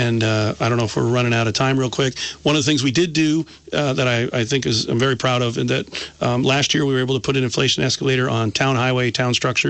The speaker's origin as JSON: {"language": "English", "town": "Brandon", "region": "Vermont", "country": "United States", "tie": "born or raised there", "also_born_or_lived": "Rutland, Vermont"}